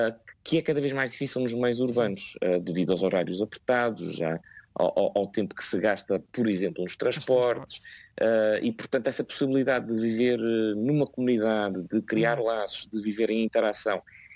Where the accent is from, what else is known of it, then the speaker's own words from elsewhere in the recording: Azores, Portugal; moved away; eu sou originalmente dos Açores